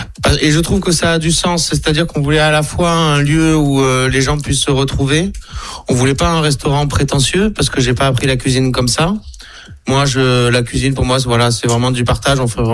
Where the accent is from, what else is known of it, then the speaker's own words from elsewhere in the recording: Fronton, Occitanie, France; moi, j'ai grandi à Fronton et Léa, elle a grandi à Boulogne.